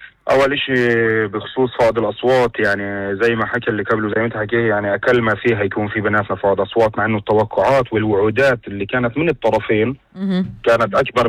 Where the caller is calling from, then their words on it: Nazareth, Northern District, Israel; من الناصري.